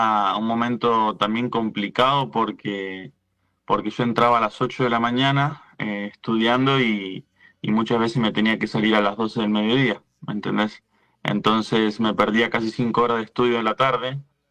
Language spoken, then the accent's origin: Spanish; Argentina; now in Cali, Colombia; hace mucho tiempo estoy acá. También en gran parte por mi papá. Y bueno, ya acostumbrado a varias cosas acá en Colombia, pero siendo argentino 100% todavía.